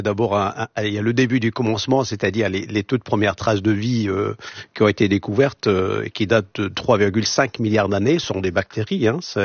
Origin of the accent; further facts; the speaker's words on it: Marrakesh, Marrakesh-Safi, Morocco; born there; moved away; also born or lived in Lille; J'ai fait mes études à Lille, bien entendu, et je suis né à Marrakech